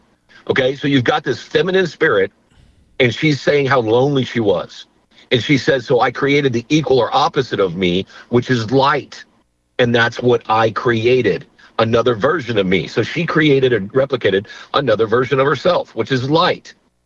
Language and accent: English; the South, United States; I was raised a Christian in the Bible Belt.